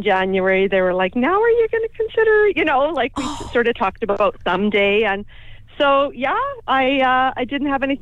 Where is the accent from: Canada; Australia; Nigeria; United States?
Canada; Winnipeg, Manitoba; moved away as an adult; also born or lived in Northwestern Ontario; now in Altona, Canada; I'm originally from Winnipeg. And little over 30 years ago, I moved to Northwestern Ontario for a year to try it.